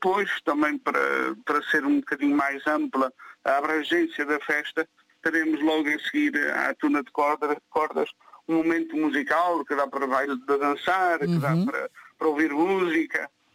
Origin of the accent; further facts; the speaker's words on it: Azores, Portugal; Esta partilha que também faz parte da nossa vivência como açorianos.